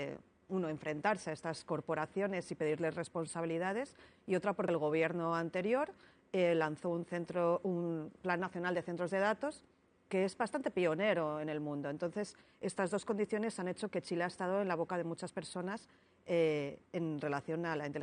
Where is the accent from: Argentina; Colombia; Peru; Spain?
Spain; en España, de donde yo soy.